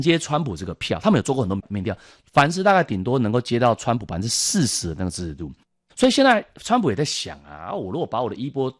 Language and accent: Chinese; Taitung, Taitung County, Taiwan; moved away; 我老家台东那个延平山上